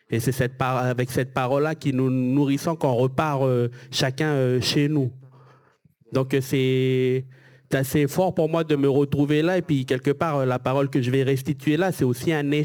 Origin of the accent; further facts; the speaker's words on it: New Caledonia; Je viens de Kanaky. Je viens d'abord tout d'une région qui est l'Océanie.